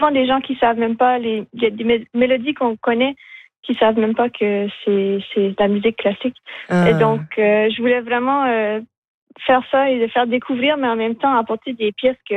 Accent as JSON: {"language": "French", "town": "Edmundston", "region": "New Brunswick", "country": "Canada", "tie": "born there", "said": "Oui, alors moi, je suis née à Edmundston, mais j'ai toujours vécu mes étés ici au Lac Baker parce que j'avais toujours un chalet de famille."}